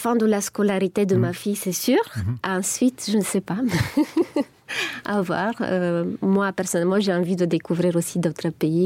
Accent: Plovdiv, Plovdiv Province, Bulgaria; French is a second language; moved away as an adult; also born or lived in Lyon, France / Nancy, France; now in Luxembourg; je suis originaire de Plovdiv. Mmh. C'est la deuxième ville après la capitale. Ça se trouve au centre du pays. Une ville avec beaucoup d'histoire.

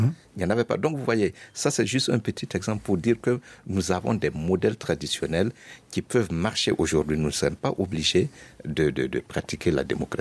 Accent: Burkina Faso; je suis au Burkina. Et je suis Burkinabé.

